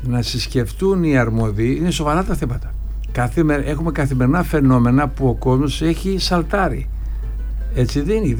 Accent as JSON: {"language": "Greek", "town": "Karditsa", "region": "Thessaly", "country": "Greece", "tie": "born or raised there", "said": "εγώ μεγάλωσα στην Καρδίτσα, φίλε. Όλοι γνωριζόμασταν."}